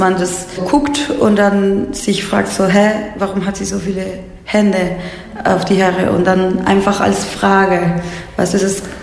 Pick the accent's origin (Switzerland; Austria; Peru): Peru; now in Berlin, Germany; ich komme aus Peru und ich gehe oft hin